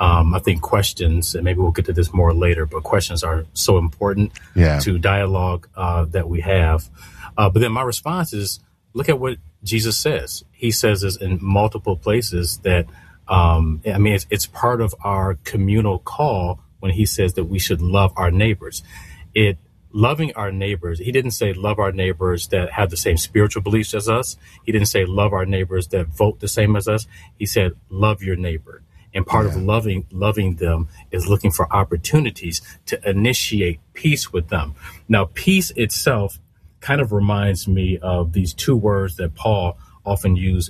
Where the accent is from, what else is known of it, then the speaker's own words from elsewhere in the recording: Detroit, Michigan, United States; I'm from Detroit, and right now I live in a city that's only a hop, skip, and jump away from Dearborn.